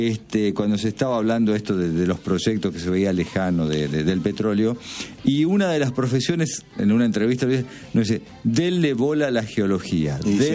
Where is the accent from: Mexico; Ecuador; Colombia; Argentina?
Argentina; Chaco; O sea, me crié en el Chaco, en los campeonatos de fútbol de campo.